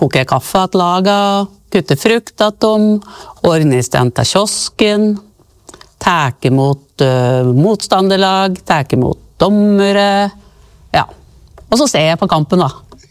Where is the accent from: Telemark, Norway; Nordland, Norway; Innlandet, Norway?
Innlandet, Norway; Reinsvoll; jeg husker jo når jeg vokste opp her på Reinsvoll, alt var jo frivillig.